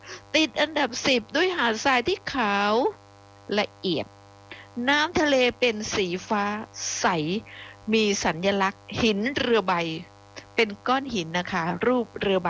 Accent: Phuket, Thailand; born or raised there

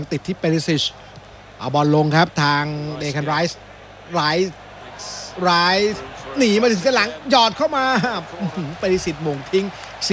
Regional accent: Bangkok, Thailand; born there

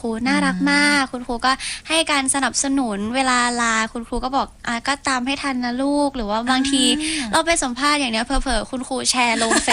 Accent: Nonthaburi, Thailand; born there; now in Nakhon Pathom, Thailand; หนูเกิดนนทบุรีค่ะแต่ว่าตอนนี้อยู่นครปฐม

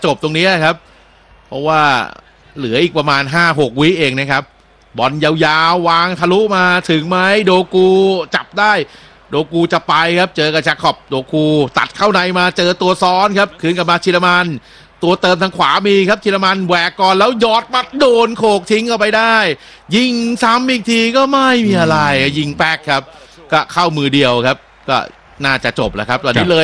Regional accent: Bangkok, Thailand; now in Samut Prakan, Thailand

